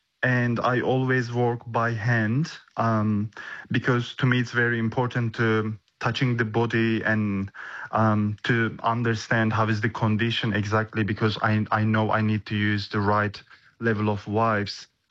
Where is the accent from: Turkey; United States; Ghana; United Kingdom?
Turkey; now in Australia; I grew up in Mediterranean Sea, and it's so colorful. It's beautiful.